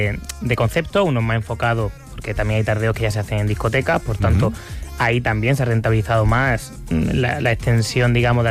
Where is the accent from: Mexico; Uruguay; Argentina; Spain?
Spain; Córdoba, Andalusia; now in Barcelona, Spain; Y bueno, yo soy del sur, llevo aquí ya casi 9 años.